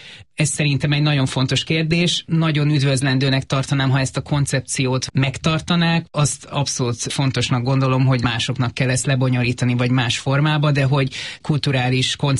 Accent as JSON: {"language": "Hungarian", "town": "Pécs", "region": "Baranya", "country": "Hungary", "tie": "born or raised there", "said": "Ugye én pécsi vagyok, ez is érdekes, hogy bár vidéki, de Pécs belvárosában nőttem föl."}